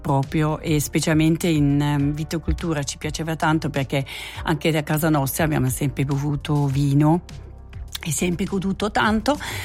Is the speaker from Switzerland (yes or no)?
yes; Zurich, Switzerland; born or raised there